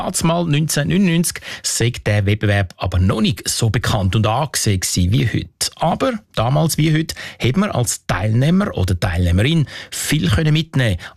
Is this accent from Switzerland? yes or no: yes; Switzerland; Bei uns in der Schweiz können die meisten das lernen, was sie gerne möchten.